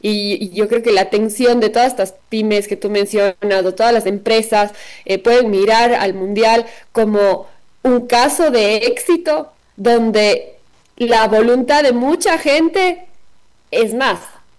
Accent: Ecuador; es eso que nos mueve a todos como ecuatorianos

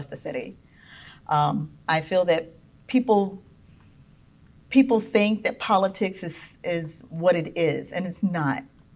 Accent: Fort Myers, Florida, United States; I'm from Dunbar. I love Dunbar.

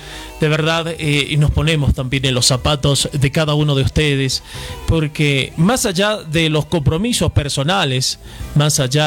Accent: Bolivia; nos apena mucho que no nos colaboremos como bolivianos

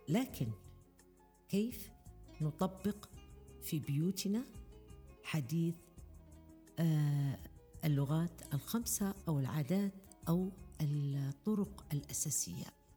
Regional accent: Libya; يمكن أن نحن كمجتمع ليبي خاصة يعني أن نغير بعض التصرفات

